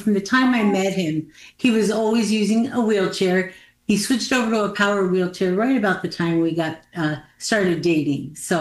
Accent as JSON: {"language": "English", "region": "New Jersey", "country": "United States", "tie": "born or raised there", "moved": "yes", "lives_now": "Central Florida, United States", "said": "I was raised in New Jersey by parents who had a really strong Christian faith and a real passion for missions."}